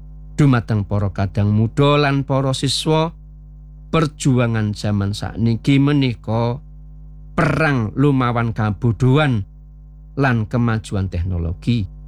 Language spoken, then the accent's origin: Javanese; Java, Indonesia; Minangka tiyang Jawi, kita nggadahi warisan luhur wujud subasita, tata krama lan unggah-ungguh.